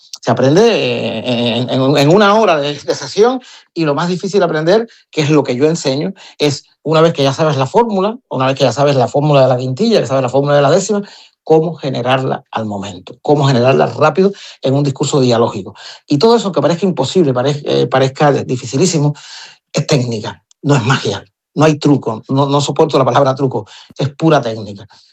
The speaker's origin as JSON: {"language": "Spanish", "country": "Cuba", "lives_now": "Murcia, Spain", "said": "Gracias por esta entrevista que me entra siendo cubano en territorio murciano, donde vuelvo a ser artista."}